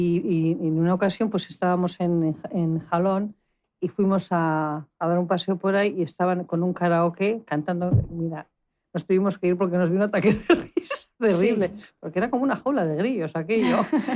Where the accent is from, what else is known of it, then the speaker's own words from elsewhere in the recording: Bilbao, Basque Country, Spain; yo soy de Indochi y me fui a vivir al Casco Viejo.